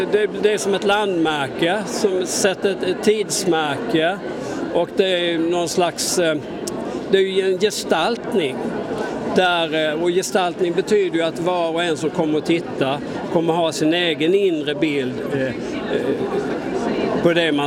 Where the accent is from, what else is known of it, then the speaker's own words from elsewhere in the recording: Karlskrona, Blekinge, Sweden; jag är själv från Karlskrona, som är en väldigt vacker stad.